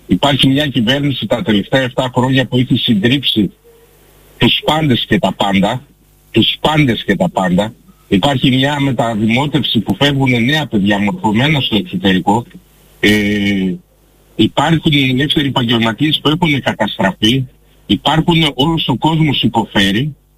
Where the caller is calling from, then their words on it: Thessaloniki, Central Macedonia, Greece; Είμαι ένας Θεσσαλονικός που σας παρακολουθώ από τα εφηβικά μου χρόνια. Έχω φτάσει να ξεπεράσω τα 50.